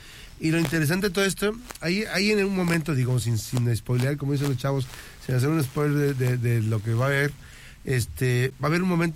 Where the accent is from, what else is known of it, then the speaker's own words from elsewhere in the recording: Mexico; cuando estamos en el extranjero, pues te sale lo mexicano